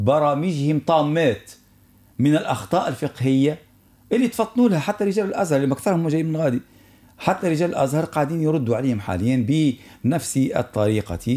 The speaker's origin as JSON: {"language": "Arabic", "country": "Tunisia", "said": "أنا تونسي"}